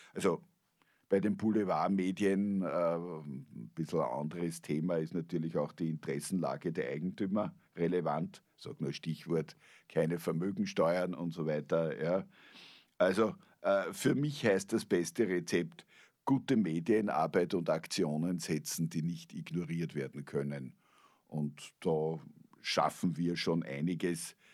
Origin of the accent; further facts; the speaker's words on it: Austria; Da sind wir Österreicher geschichtsbedingt um einiges noch schlampiger als die Deutschen.